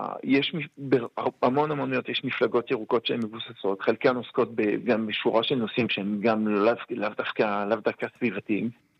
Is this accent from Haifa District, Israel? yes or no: no; Jerusalem, Jerusalem District, Israel; אני כירושלמי יכול ככה חווה את זה מדי שנה.